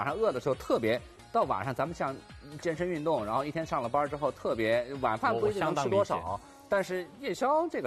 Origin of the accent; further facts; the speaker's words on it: Shanghai, China; 我们上海人夏天怎么能离得了一口冷面一口葱油拌面，对吧？